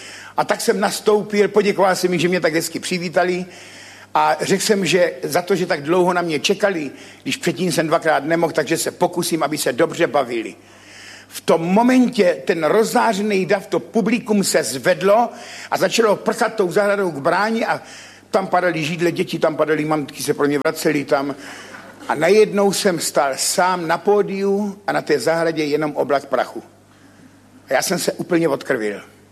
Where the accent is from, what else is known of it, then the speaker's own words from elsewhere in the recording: Ivančice, South Moravian Region, Czechia; jsem z Ivančic, ale nepiju.